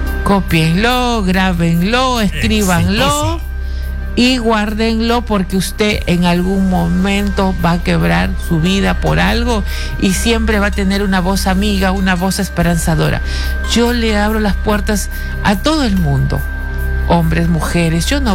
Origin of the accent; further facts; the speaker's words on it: Peru; como peruana que soy. Amo a mi país, quiero a mi país